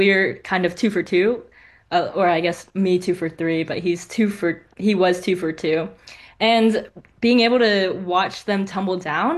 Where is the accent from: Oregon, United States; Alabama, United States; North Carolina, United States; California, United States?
North Carolina, United States; Raleigh